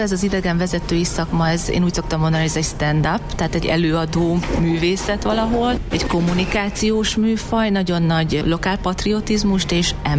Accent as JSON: {"language": "Hungarian", "town": "Debrecen", "region": "Hajdú-Bihar", "country": "Hungary", "tie": "born or raised there", "said": "Én Debrecenben születtem, itt nőttem fel, kisebb kitérőket tekintve mondjuk egy éves szegedi tartózkodást, illetve egy 9 hónapos angliai tartózkodást leszámítva, én világéletemben itt éltem Debrecenben"}